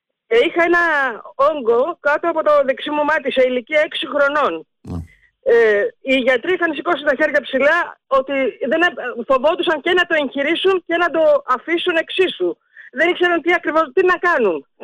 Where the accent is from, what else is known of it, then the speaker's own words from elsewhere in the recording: Eretria, Central Greece, Greece; και είμαι από την Ερέτρια της Εύβοιας.